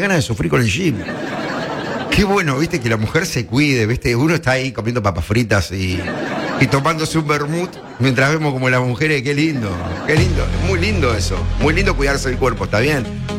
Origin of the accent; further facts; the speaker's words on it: Berisso, Buenos Aires Province, Argentina; moved away as an adult; also born or lived in Ensenada / La Plata; now in Mar del Plata, Argentina; Yo nací en Ensenada, ¿eh? Sí. Nací en Ensenada, viví toda mi adolescencia en Berisso y trabajé y estudié en la ciudad de La Plata y en el Colegio Nacional Rafael Hernández, dependiente de la Universidad Nacional de La Plata.